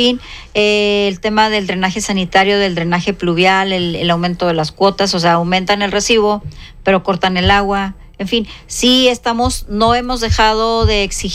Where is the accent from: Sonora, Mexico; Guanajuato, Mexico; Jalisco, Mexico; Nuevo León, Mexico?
Nuevo León, Mexico; Monterrey; principalmente los regiomontanos, los que sí somos de Monterrey, invitados